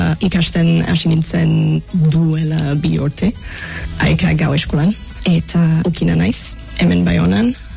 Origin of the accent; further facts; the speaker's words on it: Toronto, Ontario, Canada; Basque is a second language; moved away as an adult; now in Bayonne, France; Toronton sortu nintzen, eta Toronto Kanadako hiri handiena da, handia da. 3 milioi biztanle badira, beraz niretzat Euskal Herrira, etori pixkat bitxia izan zen